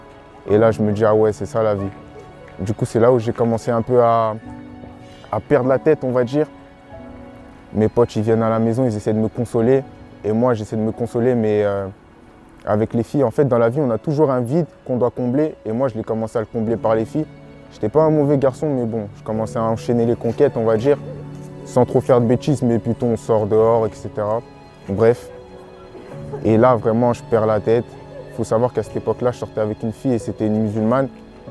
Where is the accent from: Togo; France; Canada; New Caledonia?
Togo; j'ai grandi dans une famille africaine, je suis originaire du Togo et au sein de ma famille, on est trois enfants et il y a mes parents.